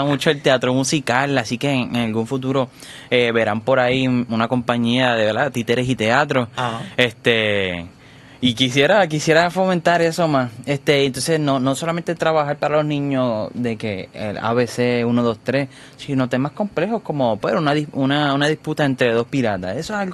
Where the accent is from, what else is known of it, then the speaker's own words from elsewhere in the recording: San Juan, Puerto Rico; Yo soy de San Juan, pero mi mamá es de Rincón, así que soy miti